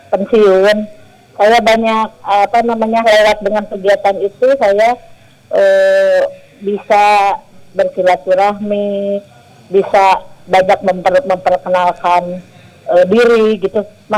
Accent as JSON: {"language": "Indonesian", "town": "Ciamis", "region": "West Java", "country": "Indonesia", "also_born_or_lived": "Kuningan", "moved": "yes", "said": "kalau di daerah saya ya ayah, kalau di daerah Ciamis memang seni budaya daerahnya itu sangat kental banget."}